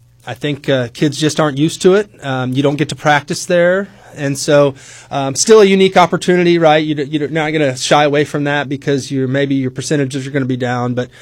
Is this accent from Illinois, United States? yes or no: yes; Farmersville, Illinois, United States; growing up in Farmersville, Gerard and Verdon were right down the road, and right down the road from Pawnee, too.